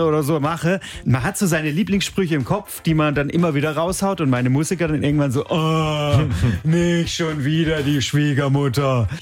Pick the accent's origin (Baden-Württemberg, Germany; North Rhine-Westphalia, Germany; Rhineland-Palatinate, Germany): Baden-Württemberg, Germany; Bei uns ist am Wochenende in meinem Heimatort in Bad Herrnheim im Nordschwarzwald Klosterfest